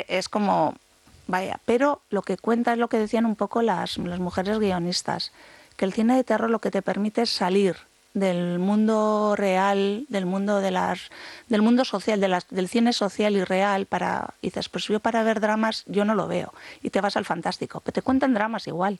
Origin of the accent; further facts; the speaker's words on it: Bilbao, Basque Country, Spain; Soy de Bilbao